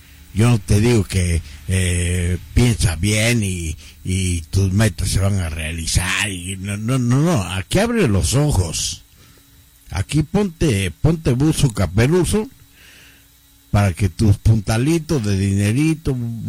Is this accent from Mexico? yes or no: yes; Mexico; como el mexicano, pues, como así somos nosotros, ¿no?